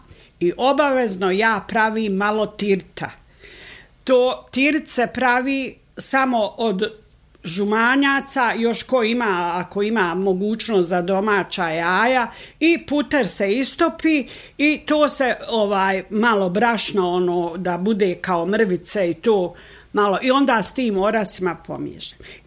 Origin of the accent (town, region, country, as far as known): Vogošća, Federation of Bosnia and Herzegovina, Bosnia & Herzegovina; born or raised there